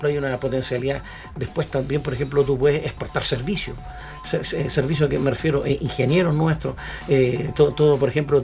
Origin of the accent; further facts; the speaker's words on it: Coquimbo, Chile; soy regionalista. Es decir, soy de acá, soy de Coquimbo y he trabajado en la empresa de la zona.